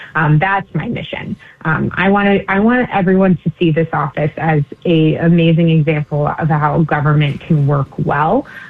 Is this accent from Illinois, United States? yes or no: yes; Chicago, Illinois, United States; You never know. I'm a Chicagoan, you know, right?